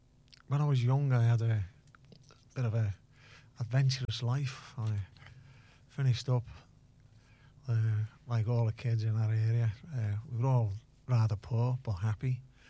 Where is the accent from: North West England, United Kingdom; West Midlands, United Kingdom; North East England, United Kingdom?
North West England, United Kingdom; Liverpool; I was actually born in Liverpool 3, Kirby Street, which is just off Langsdale Street, in an area that's now known as West Everton.